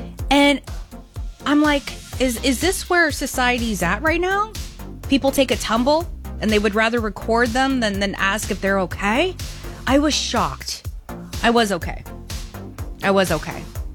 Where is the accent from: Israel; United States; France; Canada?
Canada; Mississauga, Ontario; moved away; Mississauga. And well, if you've been listening to the show, you know that that's my hometown. That's where I was born and raised. And that's where I moved from.